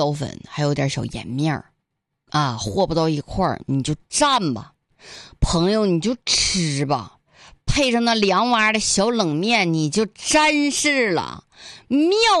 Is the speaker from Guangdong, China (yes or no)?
no; Yanbian, Jilin, China; moved away; 这我们老家就延边那边